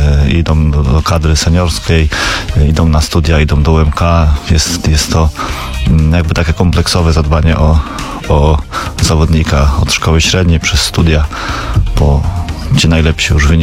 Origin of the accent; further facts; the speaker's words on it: Toruń, Kuyavian-Pomeranian Voivodeship, Poland; Ja wychowałem się na Skarpie.